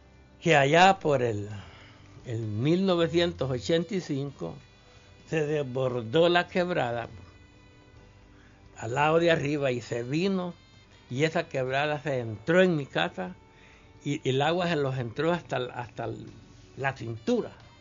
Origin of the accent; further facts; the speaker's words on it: Metapán, Santa Ana, El Salvador; born there; Yo soy nacido aquí en Metapán, allí en el cantón El Capulín, el caserío Hacienda Vieja. De ahí soy nacido yo.